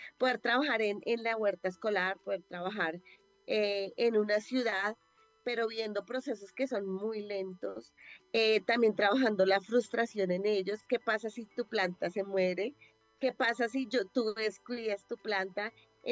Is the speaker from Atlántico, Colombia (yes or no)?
no; Bogotá, Colombia; also born or lived in Boyacá, Colombia; yo nací en un pueblo de Boyacá, en una vereda. Yo soy colombiana, me trajeron muy pequeña a Bogotá y pues casi que soy de Bogotá por crianza.